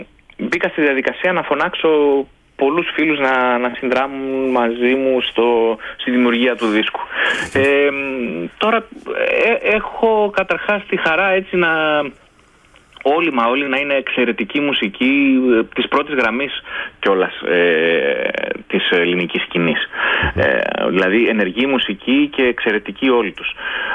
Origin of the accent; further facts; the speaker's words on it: Langadas, Central Macedonia, Greece; now in Athens, Greece; τα τελευταία χρόνια να ζω στην Αθήνα λόγω της δουλειάς ας πούμε, αλλά η καταγωγή μου είναι από το Λαγκαδά της Θεσσαλονίκης